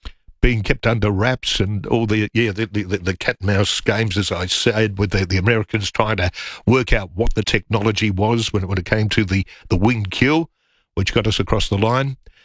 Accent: Australia; born there; But I'm biased because I'm Australian and I was born here.

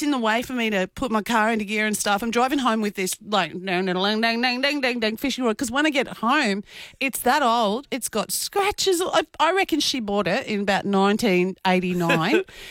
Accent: Queensland, Australia; Like, we're from Queensland

